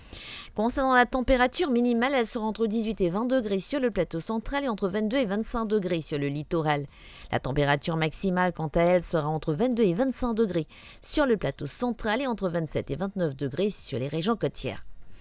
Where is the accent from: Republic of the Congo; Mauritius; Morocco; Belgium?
Mauritius; chez nous à Maurice